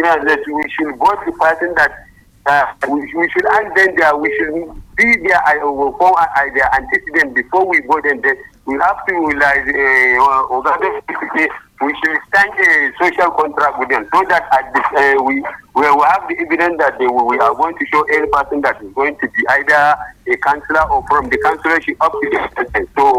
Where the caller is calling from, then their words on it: Nigeria; I'm calling you from Lati.